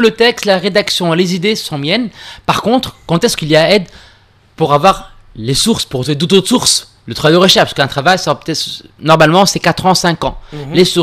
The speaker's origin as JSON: {"language": "French", "country": "Tunisia", "said": "On est tunisien. On a un moule qui est spécifique, qui est unique au monde."}